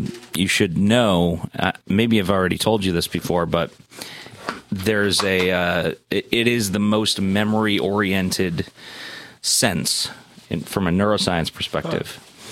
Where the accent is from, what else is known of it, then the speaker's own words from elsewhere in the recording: Montana, United States; I grew up in Southwest Montana with Dave as my father and Tina as my mother.